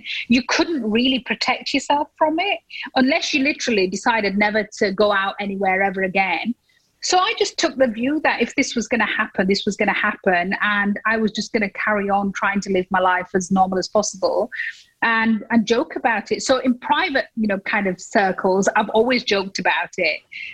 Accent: United Kingdom; I am, you know, proudly Muslim. I am proudly British.

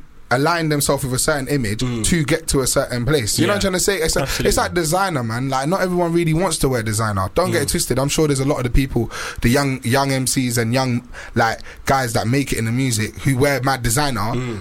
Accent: London, United Kingdom; Bro, I'm from West, yeah? And I grew up on High Road, yeah? Just off High Road. And we used to always go Bayswater, yeah? Queensway.

